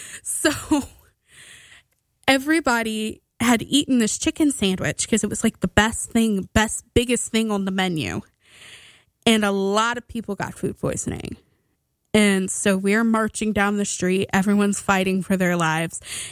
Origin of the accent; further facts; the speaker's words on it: Springfield, United States; I am from Springfield. I went to Springfield High School.